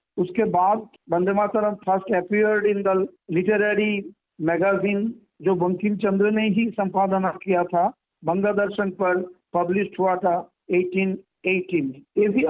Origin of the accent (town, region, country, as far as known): West Bengal, India